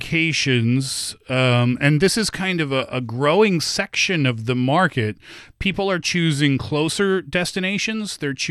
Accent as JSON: {"language": "English", "country": "Canada", "said": "See, I made that previous comment as a Canadian."}